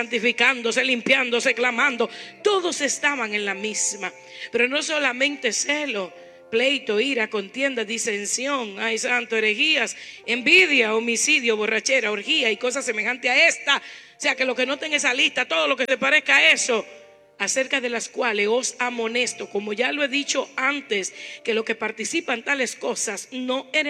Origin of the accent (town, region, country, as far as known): Dominican Republic; moved away